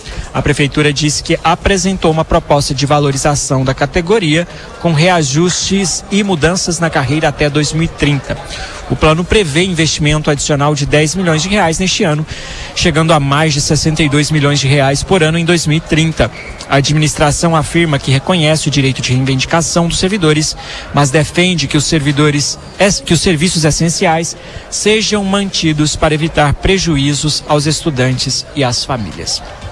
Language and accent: Portuguese; Brazil; somos brasileiros, conhecemos a classe política brasileira